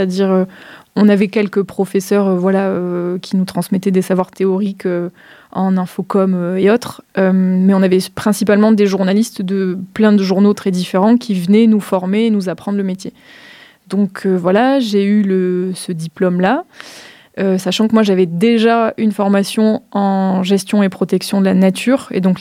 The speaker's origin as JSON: {"language": "French", "region": "Auvergne-Rhône-Alpes", "country": "France", "tie": "born or raised there", "also_born_or_lived": "Tours", "said": "j'ai fait le choix, en fait, en 2021, de revenir en Drôme, parce que moi, je suis originaire de Drôme provençale, et de m'installer dans le Crétois."}